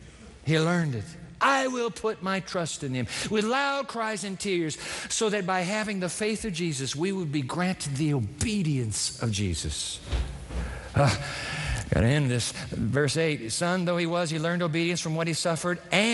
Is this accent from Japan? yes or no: yes; Japan; But when Greg and I were growing up in Japan, we were in a little house where the oil furnace was underneath the floor